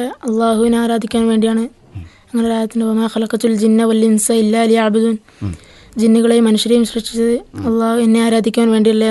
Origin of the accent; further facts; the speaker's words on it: Kannur, Kerala, India; വീട് കണ്ണൂർ.